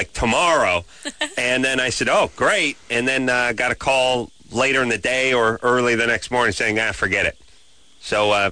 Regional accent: the San Fernando Valley, California, United States; I grew up in the Valley.

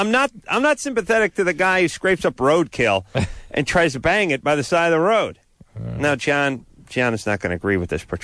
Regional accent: California, United States; we're from California

